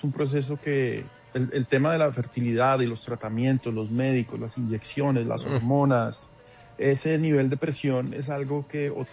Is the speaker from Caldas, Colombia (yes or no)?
no; Bogotá, Colombia; now in Houston, United States; Yo soy rolo de papá barranquillero